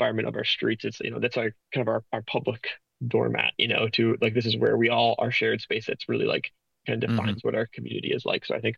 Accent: Greendale, Wisconsin, United States; So I'm from Greendale, so suburban, South Milwaukee County. Grew up there.

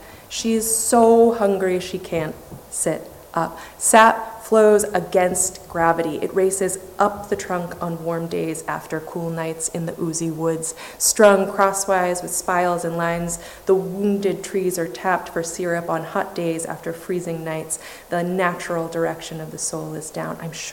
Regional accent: New England, United States; I'm not even a descendant of the Puritans, though I grew up in New England

